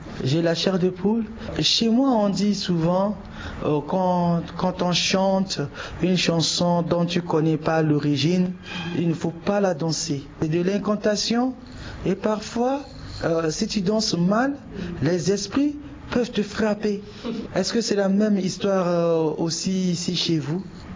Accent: Bangui, Central African Republic; Je viens de Centrafrique, Bangui, ma capitale

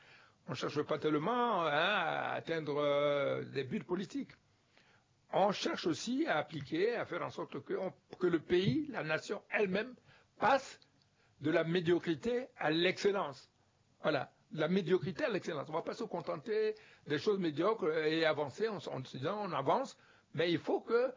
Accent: Central African Republic

